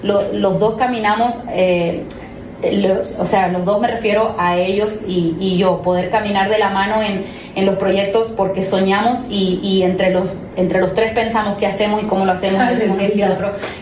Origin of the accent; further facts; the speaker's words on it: Argentina; Soy argentina.